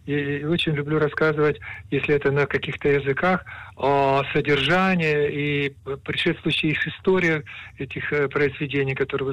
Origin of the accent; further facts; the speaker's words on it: Ukraine; now in Israel; Я сам с Украины.